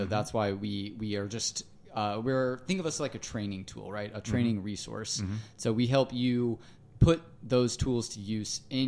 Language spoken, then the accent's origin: English; Little Rock, Arkansas, United States; Because I'm from Little Rock, right? I don't know how Crittenden County works, for instance.